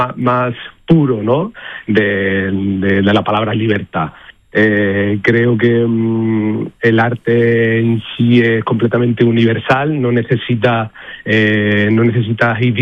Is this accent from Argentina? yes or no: no; Seville, Andalusia, Spain; Bueno, pues siempre llegamos con ilusión, por supuestísimo, de bailar en mi tierra y de bailarle a mi gente y a mi pueblo